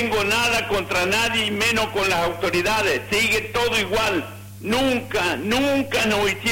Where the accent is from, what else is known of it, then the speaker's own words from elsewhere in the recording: Dolores, Soriano, Uruguay; Nos criamos juntos, nacimos en Dolores, nos criamos juntos.